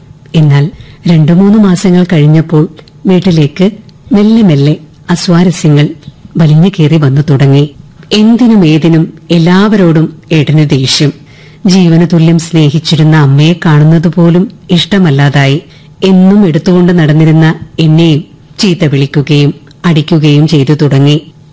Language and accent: Malayalam; Kanhangad, Kerala, India; കാഞ്ഞങ്ങാട് ചെമ്മട്ടം വയൽ എന്ന സുന്ദര ഗ്രാമത്തിലാണ് ഞാൻ ജനിച്ചു വളർന്നത്.